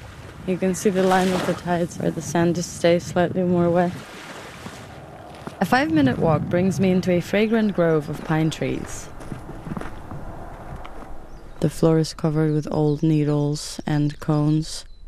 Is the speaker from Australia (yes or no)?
no; Poland; a journalist born and raised in Poland